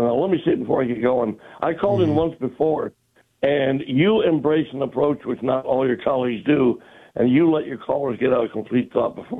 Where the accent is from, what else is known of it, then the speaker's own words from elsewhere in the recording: Detroit, Michigan, United States; Really, I grew up in Detroit playing hockey.